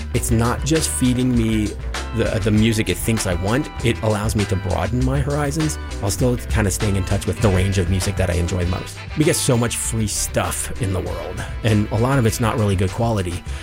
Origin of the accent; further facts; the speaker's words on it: Pittsburgh, Pennsylvania, United States; I'm from Friendship in the East End.